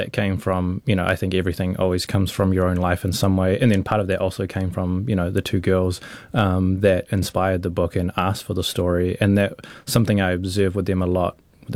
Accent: New Zealand; she's very much kind of based on me, you know, like a mixed race person growing up in New Zealand.

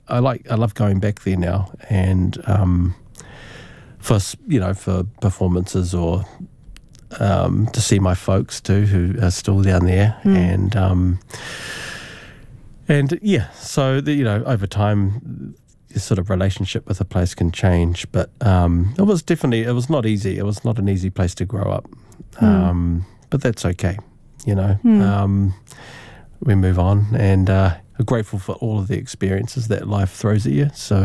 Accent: New Zealand; born or raised there; moved away

